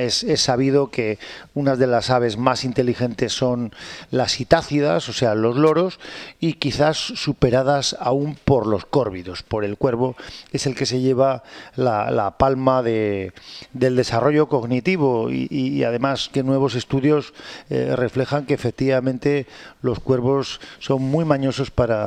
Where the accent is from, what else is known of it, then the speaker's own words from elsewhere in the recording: Castile and León, Spain; Pues nosotros efectivamente venimos de la provincia de León, de una localidad que se llama Villa Quejida, que está situada completamente al sur de la provincia de León, rayando casi la de Zamora